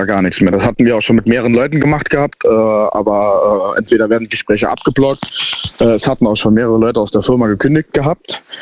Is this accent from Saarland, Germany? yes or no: yes; Saarbrücken, Saarland, Germany; Ich komme aus Saarbrücken.